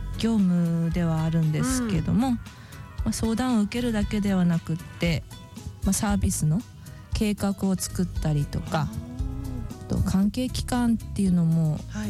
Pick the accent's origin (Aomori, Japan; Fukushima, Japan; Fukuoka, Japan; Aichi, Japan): Fukushima, Japan; Kitakata; はい、会津の喜多方市。